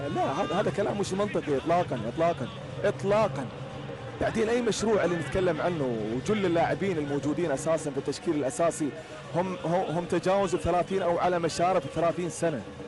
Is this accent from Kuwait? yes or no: yes; Kuwait